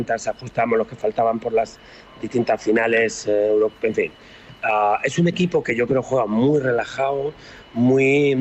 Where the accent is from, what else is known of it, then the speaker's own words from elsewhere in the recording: Spain; intentando resumir, como cualquier español de mi generación, España siempre perdía, siempre perdía.